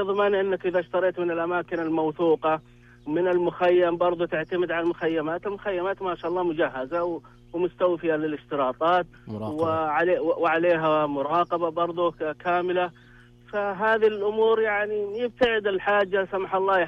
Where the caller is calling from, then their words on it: Saudi Arabia; إحنا كسعوديين وكعرب